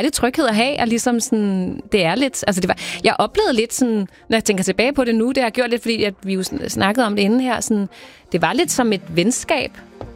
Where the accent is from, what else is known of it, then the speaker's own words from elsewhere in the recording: Skovshoved, Capital Region of Denmark, Denmark; Jeg voksede op i Skovshoved. Jeg kunne godt lide at gå i Skovshoved kirke.